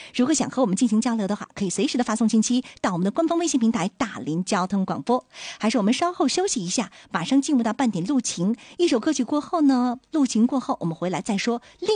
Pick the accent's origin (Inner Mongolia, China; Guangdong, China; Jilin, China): Jilin, China; 对于咱们东北人来说一定不陌生了。